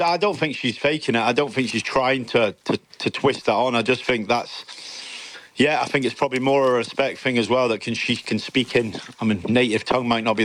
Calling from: Corby, East Midlands, United Kingdom; accent: Corby; being from Corby, it's normal. It's normal for us. We all speak Corby, so there is that Scottish twang in. I mean, it's named Little Scotland for a reason

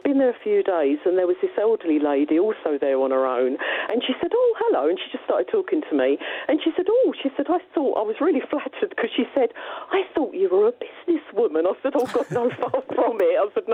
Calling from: Harwich, East of England, United Kingdom; I actually live in Harwich.

